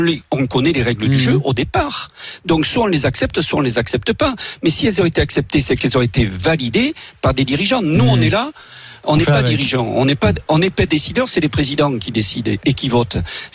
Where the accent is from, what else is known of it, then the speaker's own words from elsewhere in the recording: Nouvelle-Aquitaine, France; Oui, voilà, je suis bien du Périgord. Et bien, un vrai Périgourdin.